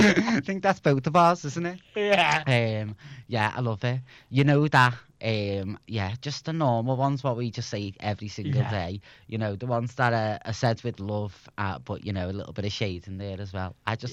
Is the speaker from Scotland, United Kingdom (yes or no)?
no; Liverpool, North West England, United Kingdom